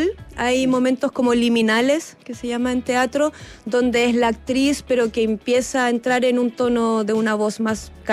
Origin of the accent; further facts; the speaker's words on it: Chiloé, Los Lagos, Chile; moved away; also born or lived in Santiago / Puerto Montt; Yo soy chilota.